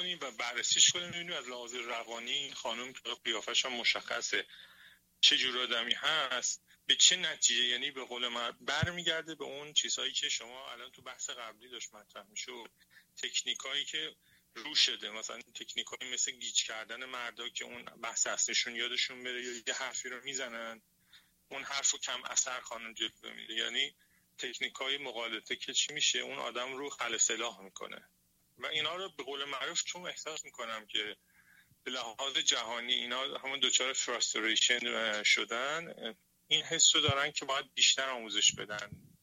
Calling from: Iran; به عنوان یه ایرانی

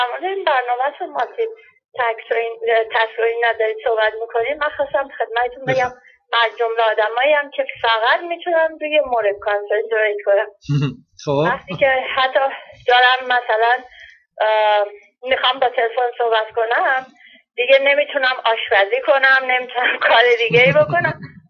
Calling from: United States; من از امریکا هستم

